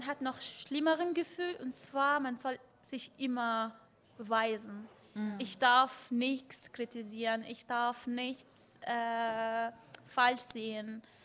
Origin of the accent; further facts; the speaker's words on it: Bavaria, Germany; ich komme aus der Nähe von Würzburg